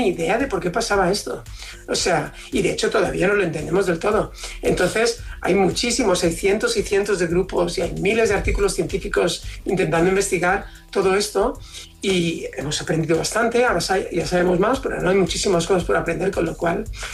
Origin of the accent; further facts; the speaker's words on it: Valencian Community, Spain; Aquí la gente llama a cualquier cosa paella y como buen valenciano nos tenemos que corregir y puntualizar mucho.